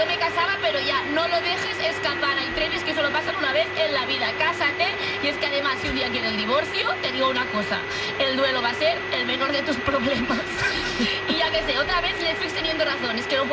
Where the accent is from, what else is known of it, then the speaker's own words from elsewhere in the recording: Andalusia, Spain; Aquí sí que soy andaluza.